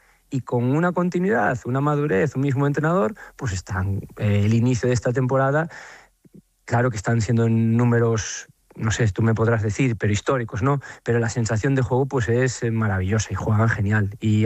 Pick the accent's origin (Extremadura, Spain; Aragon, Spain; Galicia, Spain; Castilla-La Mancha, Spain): Galicia, Spain; No voy a responder con una pregunta como buen gallego.